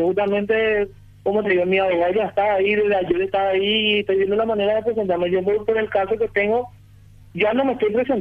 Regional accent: Caacupé, Cordillera, Paraguay; yo soy de Cacupé

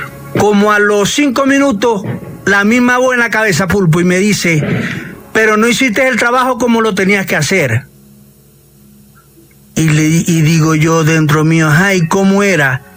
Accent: Maracaibo, Zulia, Venezuela; now in Soacha, Colombia; Hermano, estoy aquí en Ciudad Verde, en Soacha, pero soy de Maracaibo, Estado Zulia, Venezuela.

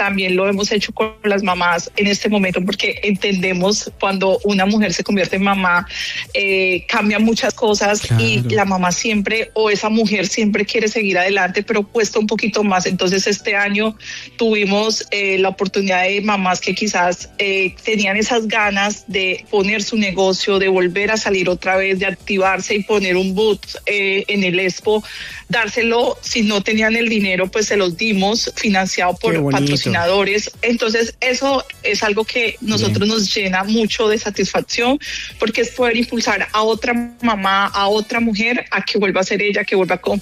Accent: Colombia; now in New York, United States; aunque hacemos nuestra familia acá, realmente pues siempre Colombia o el país del que vengamos será el origen nuestro.

